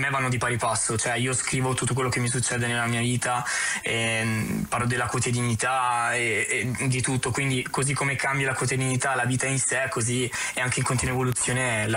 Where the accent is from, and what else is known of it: Trento, Trentino-Alto Adige, Italy; also born or lived in Apulia